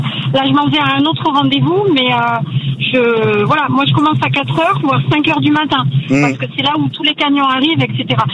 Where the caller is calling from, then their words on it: Anglet, Nouvelle-Aquitaine, France; Alors moi, je vous appelle d'Anglette. Anglette, c'est au Pays Basque, c'est-à-dire que Anglette se trouve entre Biarritz et Bayonne, tout simplement.